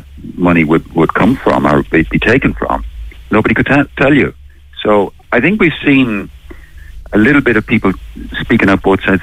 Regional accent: Tipperary, Munster, Ireland; You know, I'm from Tipperary

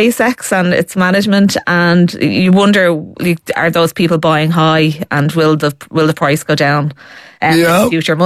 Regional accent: Dublin, Leinster, Ireland; I was raised in Crumlin

